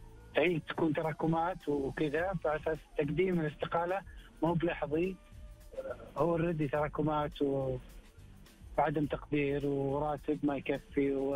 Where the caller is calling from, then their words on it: Riyadh, Riyadh Province, Saudi Arabia; من الرياض.